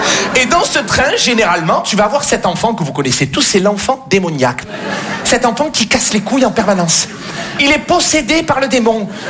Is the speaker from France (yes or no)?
yes; Marseille, Provence-Alpes-Côte d'Azur, France; born or raised there